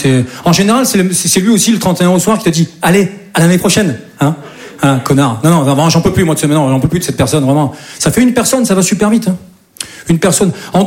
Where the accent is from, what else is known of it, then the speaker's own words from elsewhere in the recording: Southern France, France; now in Paris, France; Je dis ça parce que moi je viens du sud de la France. Et chez nous, c'est un peu plus tranquille, quoi. Et non, et voilà, je suis monté sur Paris, voilà, pour devenir comédien.